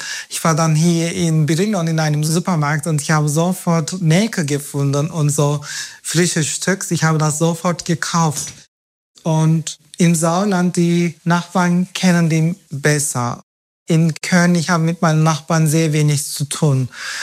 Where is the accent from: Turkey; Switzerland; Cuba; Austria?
Turkey; German is a second language; now in Germany; Zukunft, und in der Türkei alles entwickelt sich auch weiter. Viele meiner Freunde wohnen auch nicht mehr in meinem Heimatstadt, wenn ich dahin gehe.